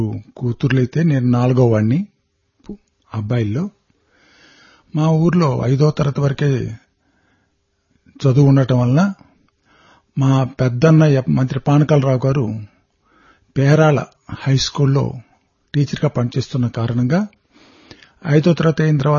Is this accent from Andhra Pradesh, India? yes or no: yes; Devarampadu, Andhra Pradesh, India; సాయిరామ్, మాది ఒంగోలు దగ్గర దేవరంపాడైన కుగ్రామం.